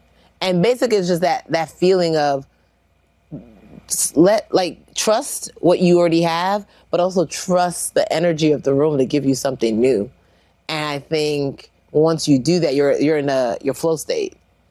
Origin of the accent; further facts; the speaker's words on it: Nigeria; But because I'm Nigerian, I can't just to have a hobby.